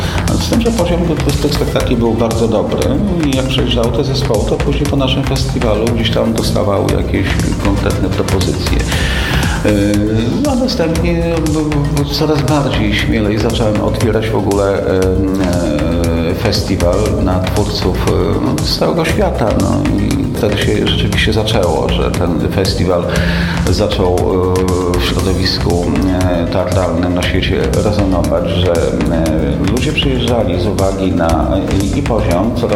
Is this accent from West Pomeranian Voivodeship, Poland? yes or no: no; Łomża, Podlaskie Voivodeship, Poland; Mówię, że jestem z Łomży, nie mówiąc nic.